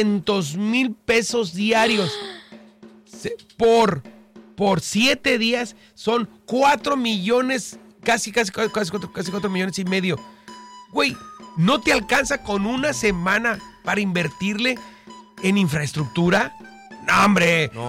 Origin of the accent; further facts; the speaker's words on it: Baja California, Mexico; los cientos de bajacalifornianos, si no es que miles, que lo son, sí, que cruzamos diario y que pagamos